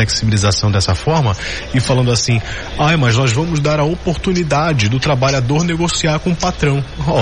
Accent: Brazil

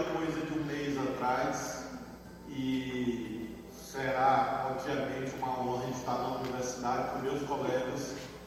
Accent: Maranhão, Brazil; eu fui parar no Maranhão porque ele não quis fazer o caminho de volta e seguiu viagem para o sul do Maranhão

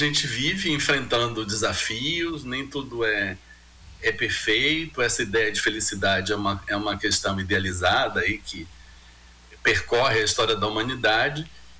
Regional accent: Rio Branco, Acre, Brazil; Eu sou de Rio Branco mesmo.

